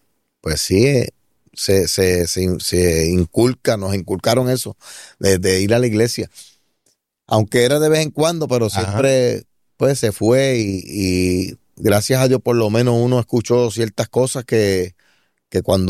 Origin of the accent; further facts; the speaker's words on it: Vega Baja, Puerto Rico; Nada, me crié en Vega Baja lo más bien y todavía vivo allí.